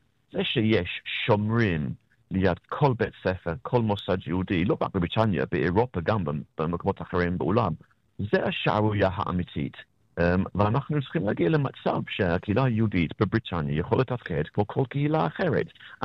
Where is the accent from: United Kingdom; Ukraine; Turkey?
United Kingdom; אני בריטי, אולי אני צריך לתקן את עצמי ולד המון.